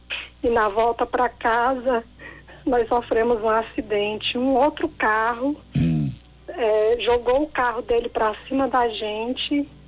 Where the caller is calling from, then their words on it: Brasília, Federal District, Brazil; Eu tô falando de Brasília.